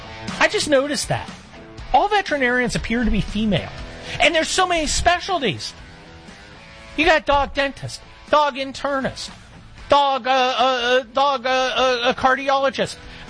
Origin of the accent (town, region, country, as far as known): Scotland, United Kingdom